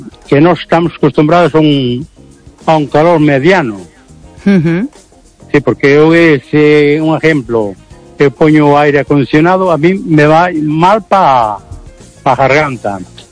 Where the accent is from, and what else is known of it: Cangas, Galicia, Spain